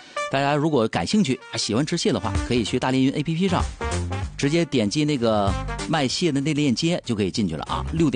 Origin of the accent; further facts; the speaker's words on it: Panjin, Liaoning, China; moved away; 我老家盘锦